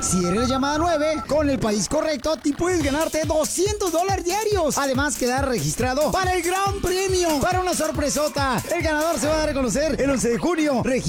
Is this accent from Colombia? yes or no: no; Parral, Chihuahua, Mexico; No, yo soy de aquí, mi amor. Yo soy de aquí, de Parra, Chihuahua.